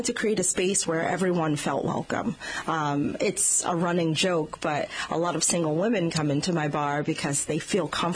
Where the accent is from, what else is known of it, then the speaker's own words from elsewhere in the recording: Boston, Massachusetts, United States; I'm originally from Boston, mm-hmm. so we're a walking city, right?